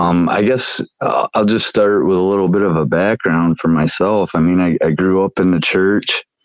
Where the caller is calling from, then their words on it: Pennsylvania, United States; I live in Pennsylvania. I live out in the sticks up in northern PA.